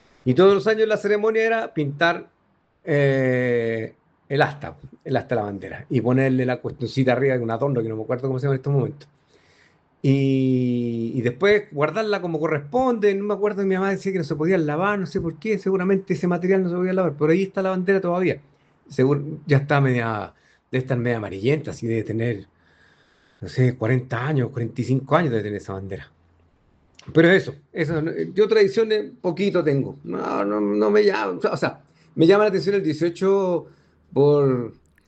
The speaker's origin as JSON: {"language": "Spanish", "country": "Chile", "said": "porque yo soy chileno"}